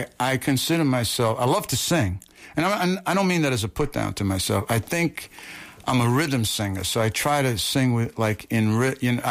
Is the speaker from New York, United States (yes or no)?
yes; New York City, New York, United States; growing up in the Bronx in this little Italian section.